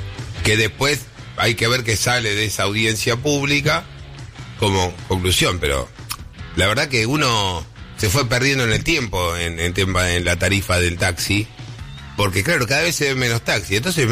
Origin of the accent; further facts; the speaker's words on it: Argentina; No sé por qué pienso mal. Soy argentino, pienso mal.